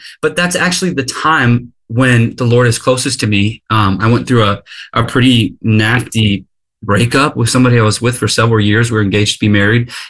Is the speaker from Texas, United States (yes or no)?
yes; Texas, United States; I grew up in Texas.